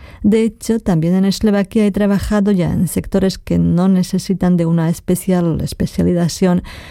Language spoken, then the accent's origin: Spanish; Greece; moved away as an adult; now in Bratislava, Slovakia; En Grecia estudié los tres primeros años de la carrera de Relaciones Internacionales. En Eslovaquia trabajo para una gran compañía internacional.